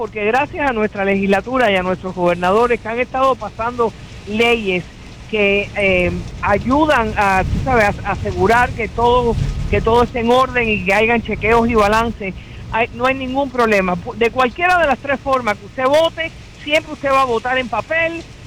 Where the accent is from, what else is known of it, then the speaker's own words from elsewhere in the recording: Cuba; born there; moved away; Yo nací en Cuba y le doy gracias a mis padres que me sacaron de ese infierno